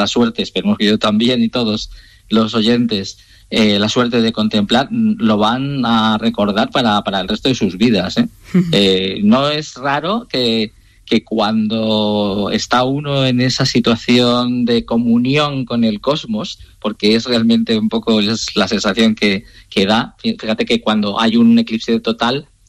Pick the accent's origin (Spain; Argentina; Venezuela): Spain; Turmiel, Castilla-La Mancha; Bueno, yo en mi pueblo, como te decía antes, en Turmiel. ¿Sí? Guadalajara, que es un sitio que tiene los cielos más oscuros, casi que te diría, de Europa.